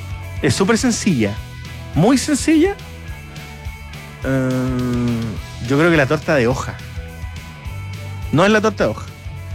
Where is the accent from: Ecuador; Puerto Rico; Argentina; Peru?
Argentina; San Juan; now in Cartagena; Hola, soy argentino de San Juan, hace poco los escucho muy bien en la radio. … estoy en Cartagena, mira qué bien.